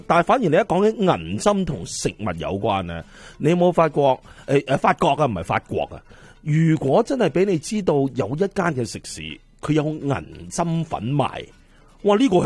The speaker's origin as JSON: {"language": "Cantonese", "country": "China", "said": "我覺得最好食嘅餐係，因為我始終作為中國人咧。"}